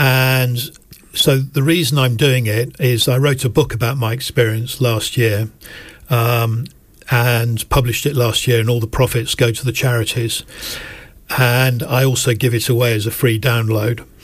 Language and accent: English; Scotland, United Kingdom; born there; also born or lived in north of England; now in London, United Kingdom; So home is in London, but I was born in Scotland and I lived for quite a long time in the north of England.